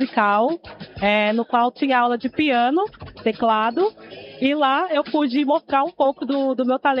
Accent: Guarulhos, São Paulo, Brazil; Sou de Guarulhos, São Paulo.

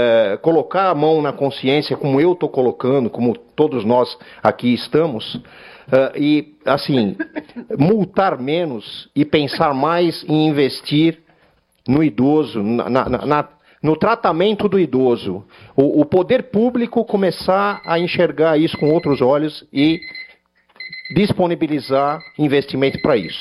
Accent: São Paulo, Brazil; born there; na rua onde eu nasci, há 66 anos, na City Lapa.

